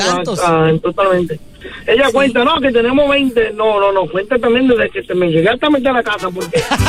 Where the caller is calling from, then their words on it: Mexico; yo soy mexicano.